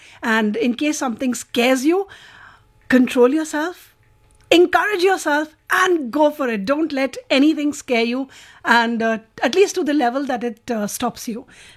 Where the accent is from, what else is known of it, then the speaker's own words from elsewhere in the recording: Tiruchirappalli, Tamil Nadu, India; from Trichy.